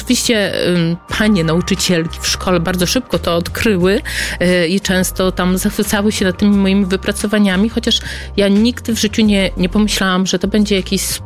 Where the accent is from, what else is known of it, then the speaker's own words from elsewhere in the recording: Podlaskie Voivodeship, Poland; moved away as an adult; now in Brussels, Belgium; Ja pochodzę z Podlasia. Jest to no tak piękna kraina